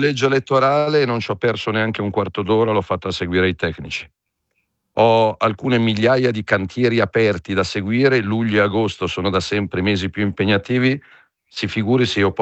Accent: Milan, Lombardy, Italy; lo dico da milanese

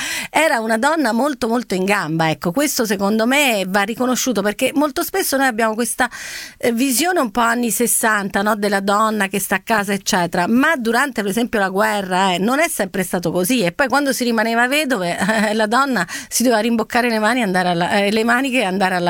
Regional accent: Rome, Lazio, Italy; born there; io praticamente sono nata a Roma con i nonni e già i bisnonni che erano nati a Roma o che vivevano a Roma.

